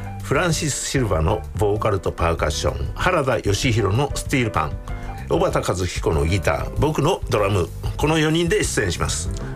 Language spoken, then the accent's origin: Japanese; Kawagoe, Saitama, Japan; 僕の地元川越の蔵の町、一番街の中心に位置する小江戸テラスの広場でフリーコンサートがあります。